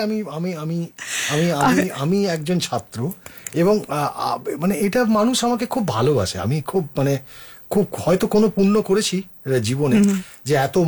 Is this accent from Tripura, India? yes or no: no; Howrah, West Bengal, India; moved away as an adult; also born or lived in Kolkata; now in London, United Kingdom; আমি হাওড়ায়, আমার জন্ম কলকাতার কাছেই, কলকাতা থেকে পুরনো একটি শহরে হাওড়া, হাওড়া ব্রিজ সবাই জানে, সেখান সেটা আমার বাড়ি থেকে খুব একটা দূরে নয়। তো সেখানেই আমি পড়াশোনা করি